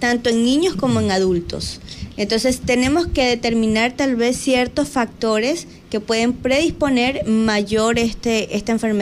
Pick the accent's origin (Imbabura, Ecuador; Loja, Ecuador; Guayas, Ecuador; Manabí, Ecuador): Manabí, Ecuador; Río Chico; yo vengo de Río Chico.